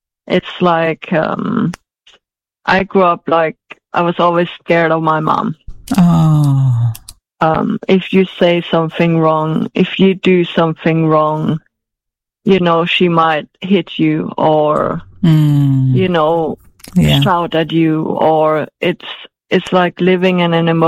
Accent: Denmark; moved away as an adult; also born or lived in England; And then I grew up in Denmark, spent all my childhood and youth in Denmark. And then when I was 27, I moved to England on my own.

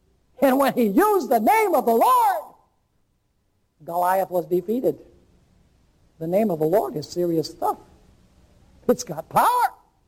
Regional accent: Caracas, Capital District, Venezuela; when I was growing up in Caracas, Venezuela.

